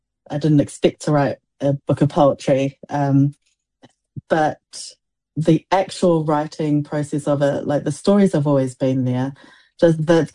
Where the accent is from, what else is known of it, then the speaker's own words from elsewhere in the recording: New Zealand; first language Samoan; English is a second language; I moved to Aotearoa as a 4-year-old, not knowing a word of English. And Samoan is my first language. And so I have lived this life between two languages.